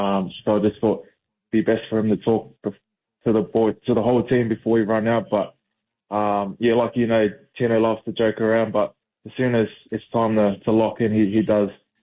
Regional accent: Brisbane, Queensland, Australia; also born or lived in Logan; now in Gold Coast, Australia; Oh, I grew up in Brisbane pretty much my whole life. And then the start of my career at the Titans, I still stayed up in Logan. And it's only been the last 5 years I've moved down to the Gold Coast

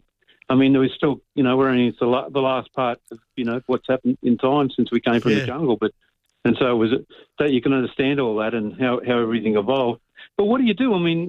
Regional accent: Canberra, Australian Capital Territory, Australia

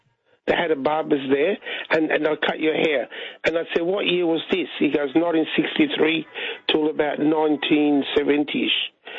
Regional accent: Victoria, Australia; I remember a jingle growing up in Victoria in the late 60s.

